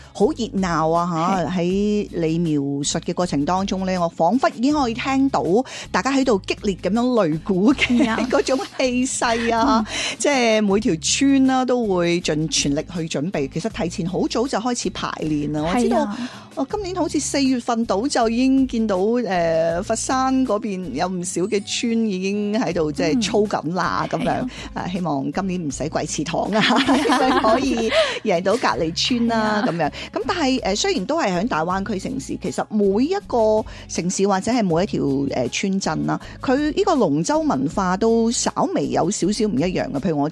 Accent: Taishan, Guangdong, China; born or raised there

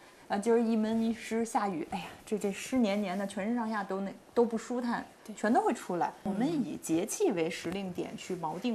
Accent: northern China, China; 我们北方四季分明，我们的感受更明显。

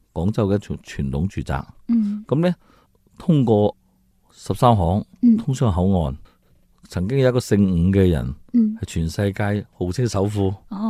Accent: Guangdong, China; 而家我哋广东人粤语都仲系叫做马路

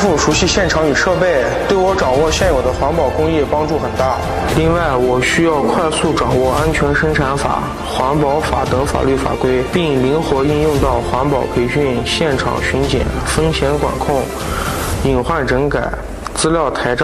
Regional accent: Urumqi, Xinjiang, China; also born or lived in Jiaxing, Zhejiang; 我是乌鲁木齐人

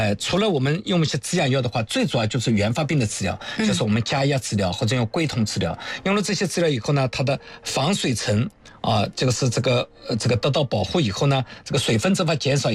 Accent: China; 其实常备药对我们中国人来讲是比较多的啊

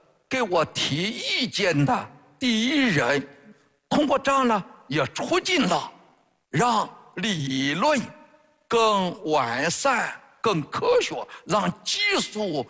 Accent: China; 我们中国人

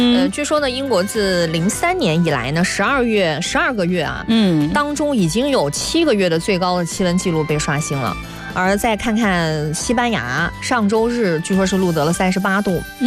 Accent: Northwest China, China; born there; moved away; 我们老家西北

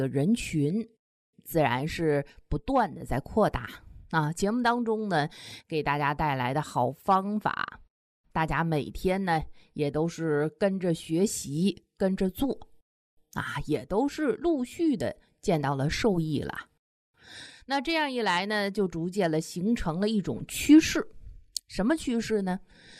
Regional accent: China

